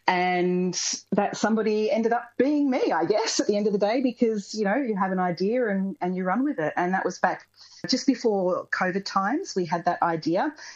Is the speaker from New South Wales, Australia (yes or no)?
yes; Coffs Harbour, New South Wales, Australia; Yeah, I grew up in Coffs Harbour back in the days when Coffs Harbour was much smaller than it is nowadays.